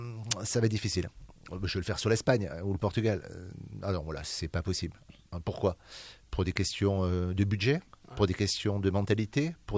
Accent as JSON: {"language": "French", "town": "Pau", "region": "Nouvelle-Aquitaine", "country": "France", "tie": "born there", "also_born_or_lived": "England", "said": "il commence il y a 56 ans, donc à Pau"}